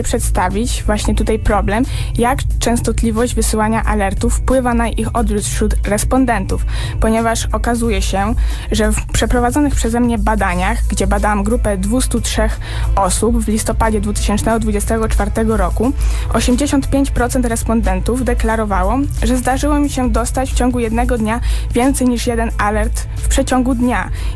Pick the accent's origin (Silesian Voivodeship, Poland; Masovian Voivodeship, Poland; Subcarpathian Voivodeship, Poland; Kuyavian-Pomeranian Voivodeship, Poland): Subcarpathian Voivodeship, Poland; osoby zamieszkałe na województwie głównie podkarpackim, ponieważ jestem stąd